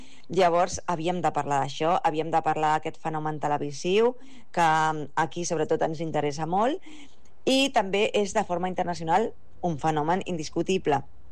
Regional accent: Premià de Mar, Catalonia, Spain; Premià de Mar és el meu poble, però la meva segona casa és el Prat.

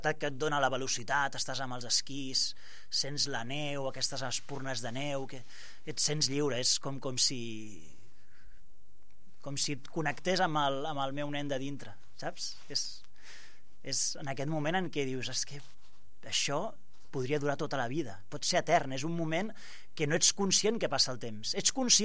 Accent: El Prat de Llobregat, Catalonia, Spain; jo sóc del Prat i jo m'estimo el meu poble

